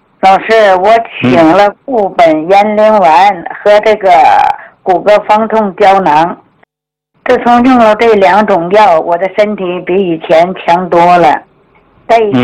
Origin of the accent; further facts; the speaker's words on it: Hefei, Anhui, China; born there; now in Hegang, China; 我生在合肥，我姐姐，她先到这个黑龙江鹤岗的，完了。